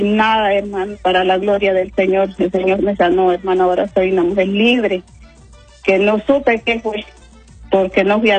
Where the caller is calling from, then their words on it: Lloró, Chocó, Colombia; sí, yo soy de Lloro.